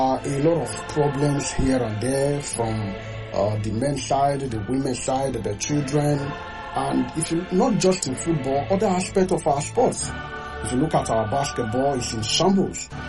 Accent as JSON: {"language": "English", "country": "Nigeria", "said": "We as Nigerian"}